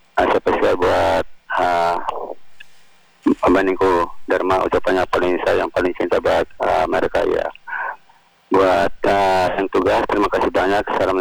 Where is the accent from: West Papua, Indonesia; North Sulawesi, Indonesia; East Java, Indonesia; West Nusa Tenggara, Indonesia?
West Nusa Tenggara, Indonesia; Bima; born there; now in Maros, Indonesia; di kampung aku di Bima